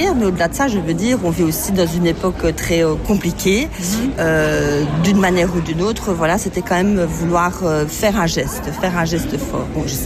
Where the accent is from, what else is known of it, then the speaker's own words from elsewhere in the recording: Luxembourg; moved away as an adult; now in Brussels, Belgium; je suis une artiste multidisciplinaire luxembourgeoise. Donc je suis née à Bruxelles, mais j'ai grandi au Grand-Duché de Luxembourg. J'ai pris la nationalité luxembourgeoise parce que j'étais scolarisée là-bas. Et après, je suis revenue en Belgique pour faire mes études